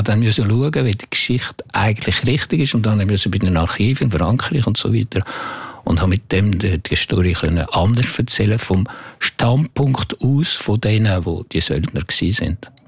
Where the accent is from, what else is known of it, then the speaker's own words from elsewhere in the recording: Switzerland; Aber ich habe geschrieben als ein Schweizer oder irgendwie, der das anschauen kann. Und nicht als ein Franzose, der jetzt da Ihnen etwas erzählen will.